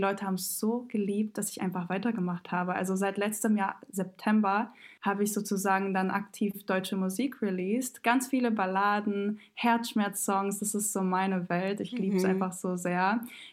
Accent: Montenegro; Wir kommen aus Montenegro und jedes Mal, wenn Montenegro da auch mitmacht, sind wir so, okay, Eurovision ist so das Ding bei uns.

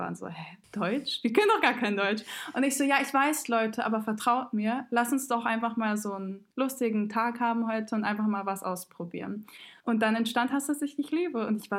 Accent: Montenegro

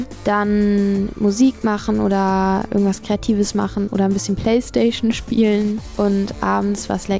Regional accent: Hamburg, Germany; Aus Hamburg.

